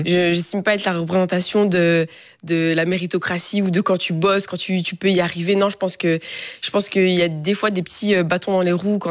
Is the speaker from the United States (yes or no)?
no; Molenbeek, Brussels, Belgium; also born or lived in Tubize; J'ai grandi à Molenbeek, je suis née à Molenbeek, j'ai grandi jusqu'à mes 12 ans. Et puis je suis partie quelques années à Tubize et puis je suis revenue à Bruxelles.